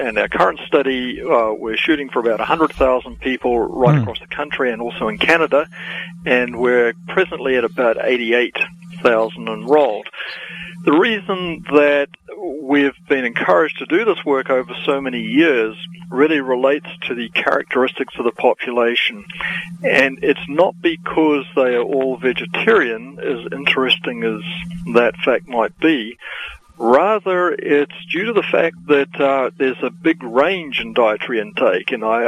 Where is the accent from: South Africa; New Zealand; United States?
New Zealand; I grew up in New Zealand, and I was count myself fortunate that my parents had actually become Christians, and actually Seventh-day Adventist Christians, prior to my birth